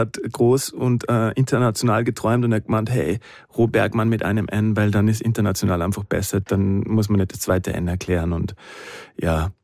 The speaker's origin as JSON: {"language": "German", "town": "Kuchl", "region": "Salzburg", "country": "Austria", "tie": "born or raised there", "said": "Also Kuchl ist der Ort, wo ich aufgewachsen bin und ja, ich bin da hin und wieder nur dort und träume davon, vielleicht da in Kuchl ein Konzert zu spielen. Und es ist mein Herkunftsort"}